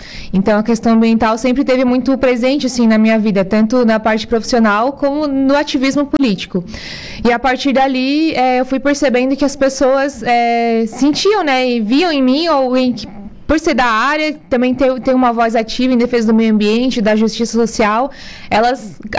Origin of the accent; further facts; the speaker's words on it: Criciúma, Santa Catarina, Brazil; Eu sou natural de Criciúma, tenho 30 anos